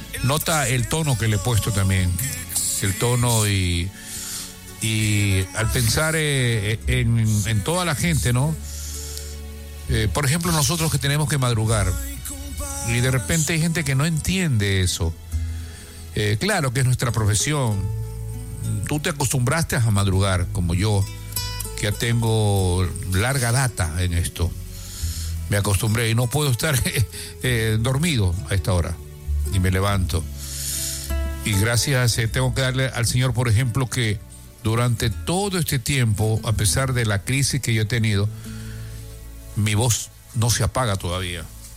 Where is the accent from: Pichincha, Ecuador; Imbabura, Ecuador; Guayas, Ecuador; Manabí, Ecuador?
Guayas, Ecuador; Guayaquil; Este puerto de donde nosotros hacemos el noticiario, Puerto de Guayaquil, es la capital económica, nervio y motor de la economía ecuatoriana.